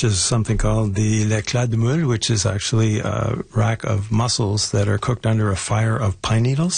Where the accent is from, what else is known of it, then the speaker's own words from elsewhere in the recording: Cape Breton, Nova Scotia, Canada; I am originally from Cape Breton down in Nova Scotia.